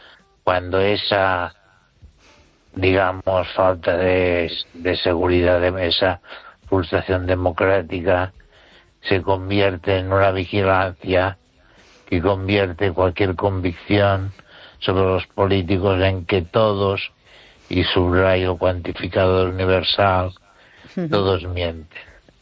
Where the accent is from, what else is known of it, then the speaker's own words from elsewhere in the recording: Spain; Espero que tu audiencia me recuerde como un español que razonaba.